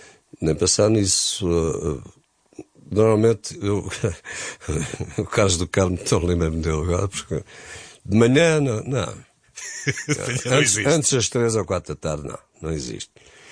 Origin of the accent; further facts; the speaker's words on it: Lisbon, Portugal; born there; also born or lived in Denmark; nasci em Lisboa, pá, e estou muito contente com esse facto.